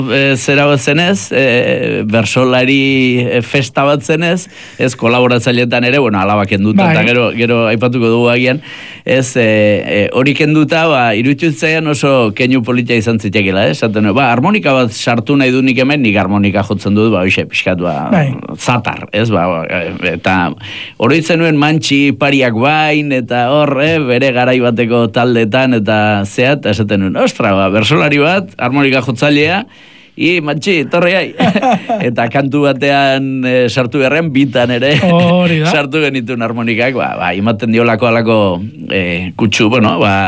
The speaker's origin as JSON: {"language": "Basque", "town": "Errenteria", "region": "Basque Country", "country": "Spain", "tie": "born or raised there", "said": "Bai, ba, ni Santa Clara kalean sortu nintzen Errenterian"}